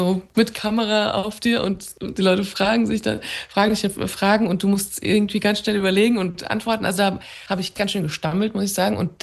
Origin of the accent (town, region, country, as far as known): Hesse, Germany; born there; also born or lived in Isfahan, Iran